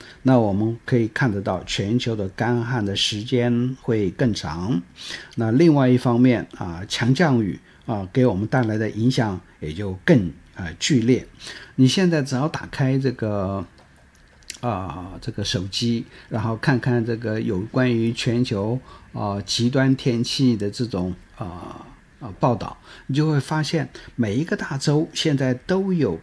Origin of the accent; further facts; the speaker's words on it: Taiwan; 我们台湾